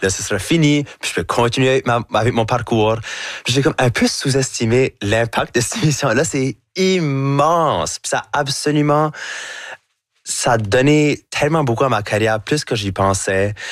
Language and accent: French; New Brunswick, Canada; accent: Acadian chiac; Parce que j'ai un accent qui va jamais être neutre. C'est là de complètement laisser ça aller, puis de faire tout ce que je fais avec mon accent, avec mon accent, avec mon chiac.